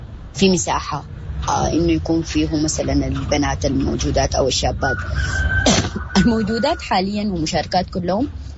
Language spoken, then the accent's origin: Arabic; Sudan; فهو ده بيأزم الموضوع اكتر من انه هو بيخلي فرصة لنا نحن كسودانيين.